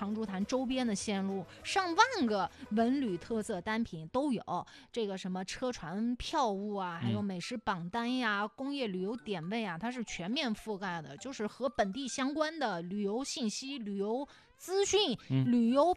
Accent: Changsha, Hunan, China; 咱们长沙人、长沙市民可以先去试一把

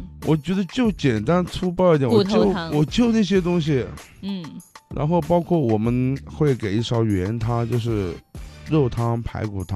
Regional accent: Changsha, Hunan, China; 我长沙人吃了39年了

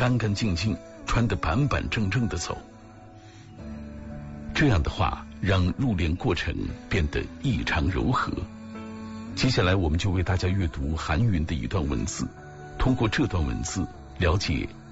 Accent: Tianjin, China; 是我们天津人对婚丧嫁娶组织者的一个称呼。

